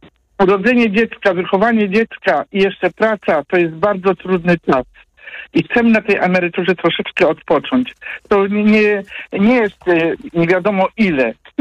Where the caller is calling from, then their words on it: Toruń, Kuyavian-Pomeranian Voivodeship, Poland; Ja dzwonię z Torunia i mam 70 lat.